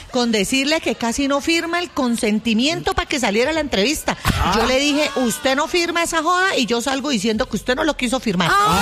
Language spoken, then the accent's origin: Spanish; Santander, Colombia; Soy santandereana, ojo con lo que va a decir.